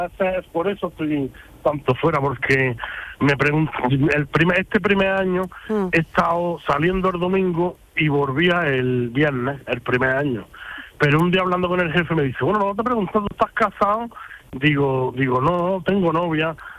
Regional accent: Chimeneas, Andalusia, Spain; Sí, Granada capital, mi pueblo Chimenea, las mejores fiestas de Navidad del pueblo

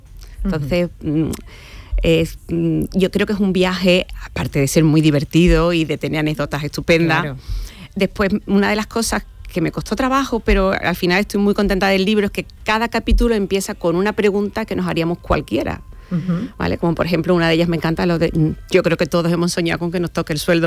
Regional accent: Las Cabezas de San Juan, Andalusia, Spain; No le he puesto nombre porque puede ser perfectamente mi pueblo, que es Las Cabezas de San Juan, que me inspira mucho, pero puede ser Lebrija, puede ser Cuervo Espera.

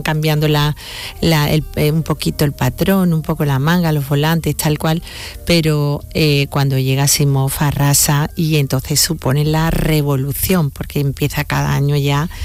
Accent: Spain; así somos los españoles

